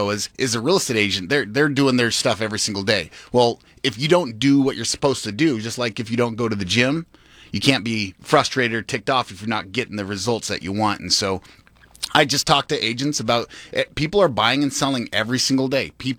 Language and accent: English; Spokane, Washington, United States; That's my hometown, Spokane, Washington.